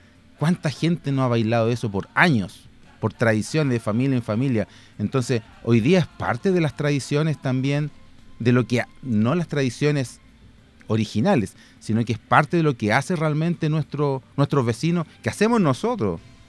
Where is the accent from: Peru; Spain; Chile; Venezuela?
Chile